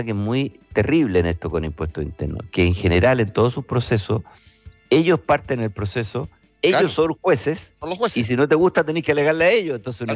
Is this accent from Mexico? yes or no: no; Chile; uno como es chileno